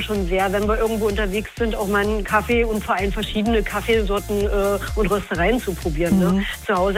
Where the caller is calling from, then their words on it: Brandenburg an der Havel, Brandenburg, Germany; Oh, ich bin aus Brandenburg an der Havelhe.